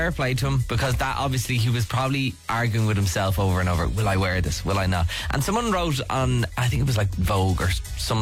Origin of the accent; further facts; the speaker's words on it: County Meath, Ireland; I'm not from Dunboyne, but I am from Meath.